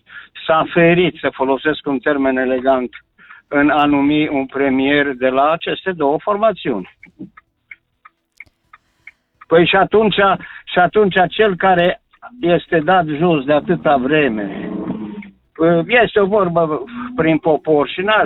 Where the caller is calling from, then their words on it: Cluj-Napoca, Cluj County, Romania; sunt din Cluj